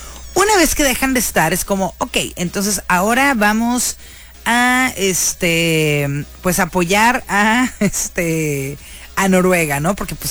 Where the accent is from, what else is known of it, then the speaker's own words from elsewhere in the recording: Mexico; siendo nosotros mexicanos